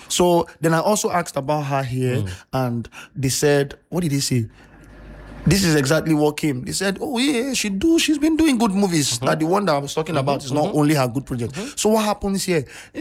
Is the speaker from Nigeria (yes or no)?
yes; Nigeria